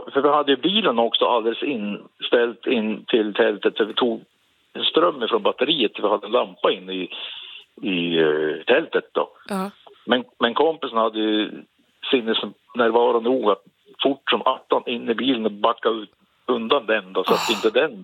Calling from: Jämtland County, Sweden; solen här är väl ungefär som hemma i Jämtland.

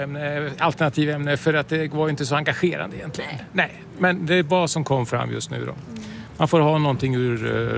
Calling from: Sweden

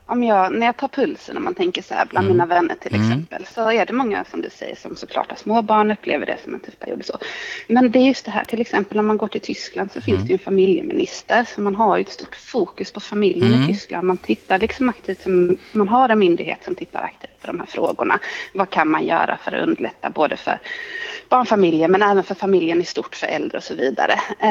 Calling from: Lund, Skåne, Sweden; Min bakgrund, jag bor ju i Lund som sagt. Jag är 36 år och jag har barn.

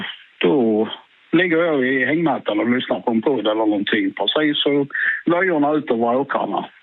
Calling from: Skåne, Sweden; Mitt är i centrala Skåne, lite norr om Hur. Så det är ganska precis mitten av Skåne.

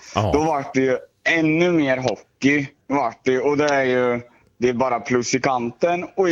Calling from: Östergötland, Sweden; Nej, jag är östgöte.

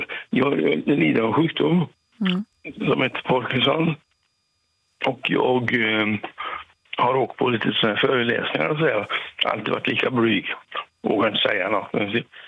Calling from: Brösta, Västra Götaland County, Sweden; Jag är från Lysekils kommun, en litet samhälle som heter Brösta.

